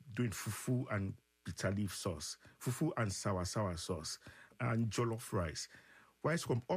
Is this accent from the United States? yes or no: no; Freetown, Western Area, Sierra Leone; I'm from Freetown. Mm-hmm. And Freetown, I guess you know, you may not know, is where slaves were set free. And so basically my ancestors are actually Yorubas from Nigeria.